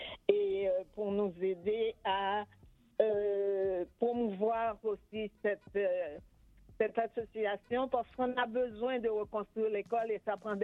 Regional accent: Cavaillon, Sud, Haiti; C'est une ville du sud d'Haïti. C'est ma ville natale.

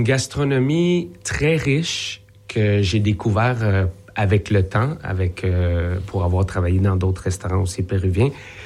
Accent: Quebec, Canada; also born or lived in Spain; je suis espagnol, mais j'ai grandi quand même au Québec.

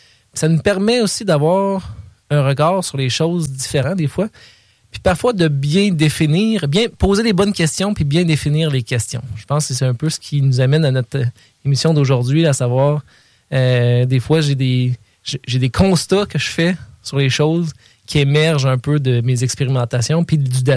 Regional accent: Frampton, Quebec, Canada; moved away; also born or lived in Montreal; fait, je suis architecte, je viens de la Beauce. C'est pas très loin.

